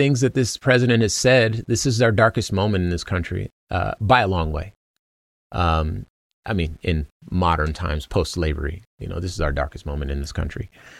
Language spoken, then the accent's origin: English; Los Angeles, California, United States; I'm from Los Angeles, famously.